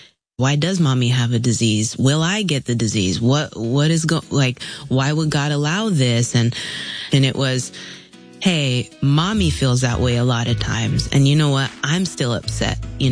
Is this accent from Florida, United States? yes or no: yes; Orlando, Florida, United States; also born or lived in Philippines; I was born in the Philippines, like I said, but raised here in Orlando, not too far from here.